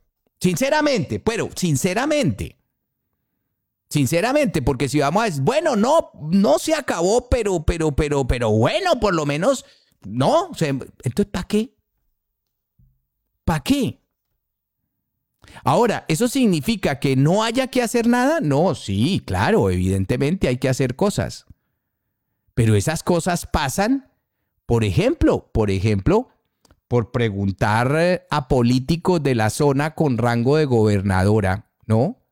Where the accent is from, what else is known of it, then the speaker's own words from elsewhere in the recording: Colombia; somos buenos colombianos